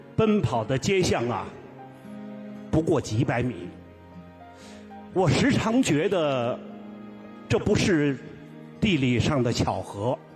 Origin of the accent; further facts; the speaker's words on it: Beijing, China; 我呀，是土生土长的北京孩子，在西城区西郊民巷的胡同里长大。